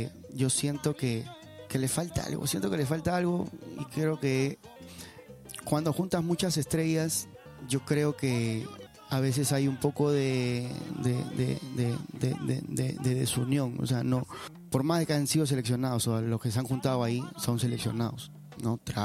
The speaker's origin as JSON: {"language": "Spanish", "region": "Callao", "country": "Peru", "tie": "born or raised there", "lives_now": "San Martín de Porres, Peru", "said": "Mi niñez la viví en Costanzo, que está por el estadio del Boys, por el Vaquijano, por el cementerio Vaquijano. Viví ahí hasta los 15 años"}